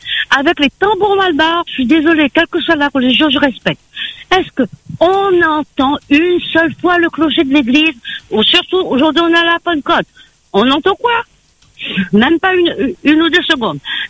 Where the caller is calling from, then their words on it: Bras-Panon, Réunion; Moi, j'habite à Brapanon.